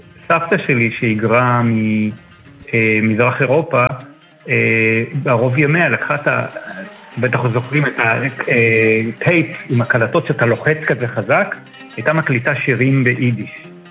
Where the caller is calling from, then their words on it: Mefalsim, Southern District, Israel; הקיבוץ שבו היא חיה, קיבוץ מפלסים, שגם אני חי בו